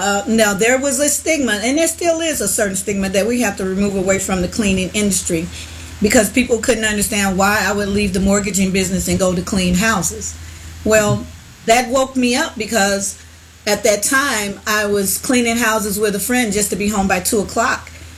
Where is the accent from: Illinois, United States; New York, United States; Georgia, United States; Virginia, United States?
Illinois, United States; Chicago; moved away; I'm originally from Chicago, born at, I'm going to tell my age, at County Hospital. My parents, I have Bronzeville ties there in Chicago. My parents own businesses there.